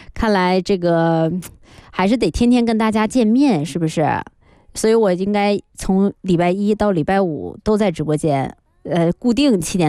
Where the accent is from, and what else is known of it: Northeast China, China